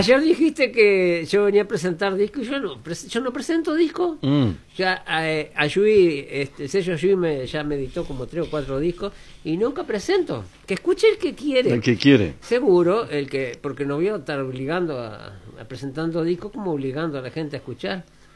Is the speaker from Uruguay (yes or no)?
yes; Batoví, Tacuarembó, Uruguay; born there; yo nací en Batoví, fui de los mis hermanos, fui el único que nací en Batoví. Eran ranchos también de terrón y paja.